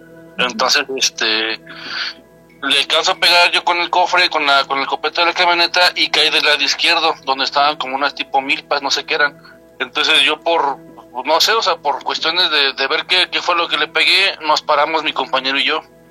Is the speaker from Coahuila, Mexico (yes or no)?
yes; Saltillo, Coahuila, Mexico; yo soy de Saltillo, Coahuila. Yo viví mucho tiempo allá en Coahuila.